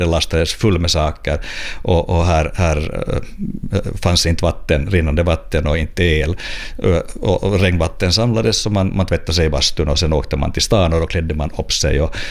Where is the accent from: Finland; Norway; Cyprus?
Finland; Espoo, Uusimaa; also born or lived in Helsinki; jag är född i Helsingfors och sen 5-åring har jag bott i Esbo i Matby, som då var ett väldigt nytt höghusområde som det där blev vårt hem och gick i skola sen där.